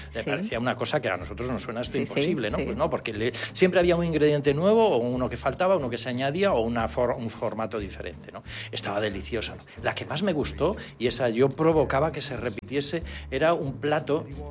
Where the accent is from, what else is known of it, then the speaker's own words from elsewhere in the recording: Galicia, Spain; Porque yo creo que en el fondo me recordaba mi tierra, Galicia, ¿no?